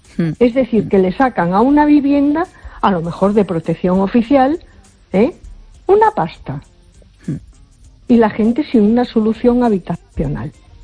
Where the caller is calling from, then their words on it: A Coruña, Galicia, Spain; Hola, buenas noches. … de Coruña.